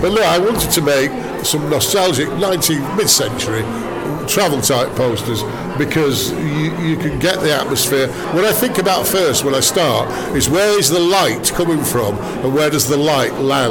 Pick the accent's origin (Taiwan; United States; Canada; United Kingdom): United Kingdom; Dewsbury, Yorkshire and the Humber; Born and bred in Dewsbury, and I'm 70 next week. I went to Wilrack Grammar School for boys